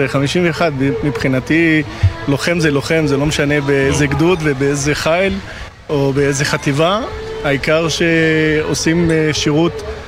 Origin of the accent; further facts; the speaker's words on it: Yanuh-Jat, Northern District, Israel; בן 46, נשוי לתגרית ואבא לניל, רם ולורן. גר בינוך. גדלתי בינוח